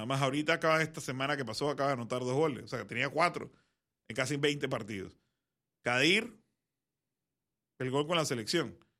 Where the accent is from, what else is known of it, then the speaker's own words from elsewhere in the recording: Panama; mi ilusión como panameño